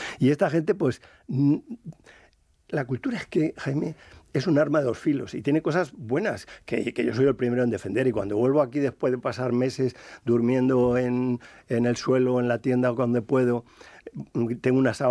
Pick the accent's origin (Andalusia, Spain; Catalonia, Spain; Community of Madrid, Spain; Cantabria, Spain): Community of Madrid, Spain; now in Salamanca, Spain